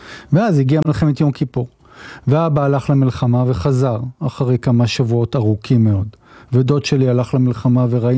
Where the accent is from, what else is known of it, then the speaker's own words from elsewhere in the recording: Ramat Gan, Tel Aviv District, Israel; פעם כשהייתי בן 6 ברמת גן, הייתי עולה לפעמים לגבעת נפוליון שהייתה מאחורי הבית שלי.